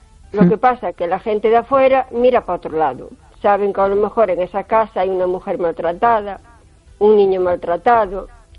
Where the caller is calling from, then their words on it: O Carballiño, Galicia, Spain; de Carballiño.